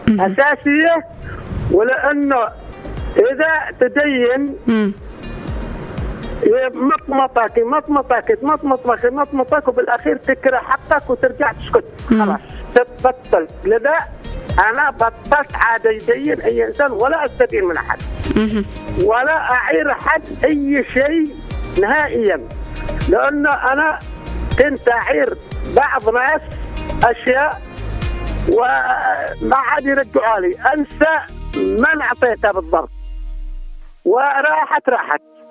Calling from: Aden, Yemen; أنا أتكلم معاكم من عدن، من داخل محمية الحشوة.

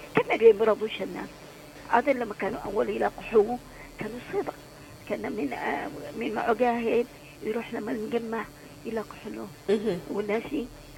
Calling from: Aden, Yemen; لانه مرض وباء عندنا في عدن.

